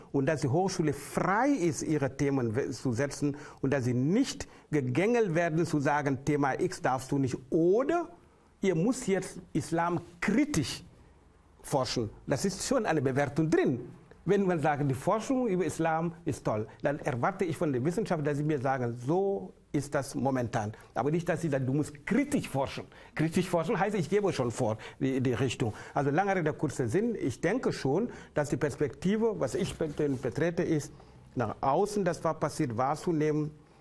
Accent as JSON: {"language": "German", "country": "Senegal"}